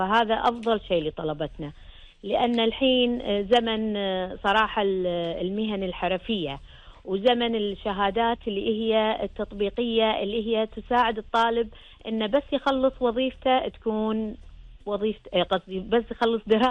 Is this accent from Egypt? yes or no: no; Kuwait; بلدنا الغالي الكويت